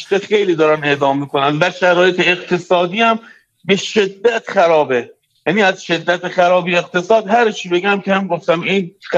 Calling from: Mashhad, Razavi Khorasan, Iran

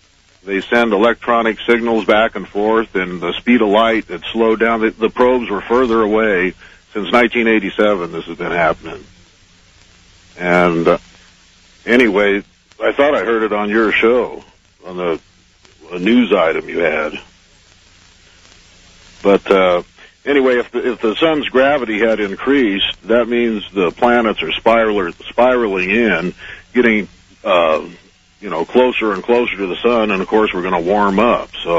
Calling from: Reno, Nevada, United States; from Reno.

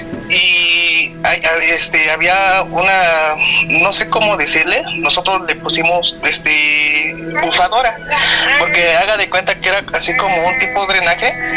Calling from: Mexico City, Mexico; desde la Ciudad de México.

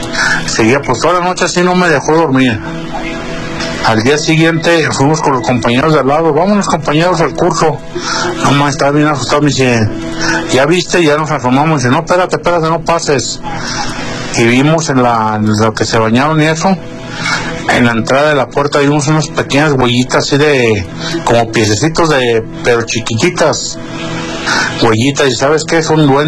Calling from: Guadalajara, Jalisco, Mexico; Buenas noches … desde Guadalajara, Jalisco.

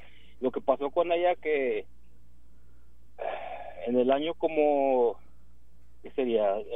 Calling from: United States; Ya estamos aquí en Estados Unidos. Nada más tengo una hermana en México.

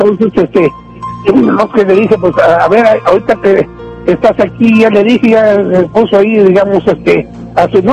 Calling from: Dixon, California, United States; yo vivo en Dixon, California.

